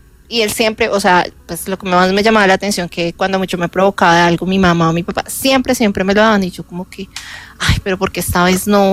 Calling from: Bogotá, Bogotá Capital District, Colombia; Acá desde Bogotá

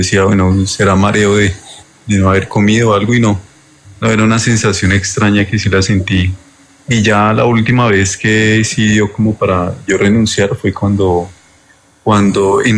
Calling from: Tena, Cundinamarca, Colombia; Yo les hablo desde Tena, Cundinamarca.

